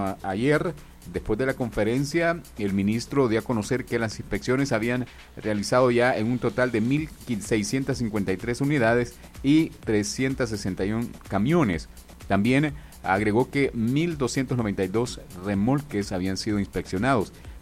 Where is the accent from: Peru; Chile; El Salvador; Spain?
El Salvador; Siempre, no sé por qué, pero como salvadoreños tenemos esa situación que somos, apagamos incendios y no los prevenimos.